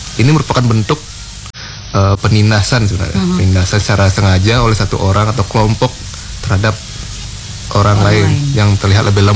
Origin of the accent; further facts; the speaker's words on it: Bali, Indonesia; moved away as an adult; now in Ende, Indonesia; Saya asli Bali.